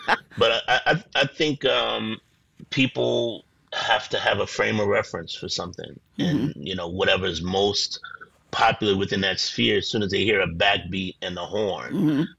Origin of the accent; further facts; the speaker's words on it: New Orleans, Louisiana, United States; growing up in New Orleans too, which is still very rooted in the culture.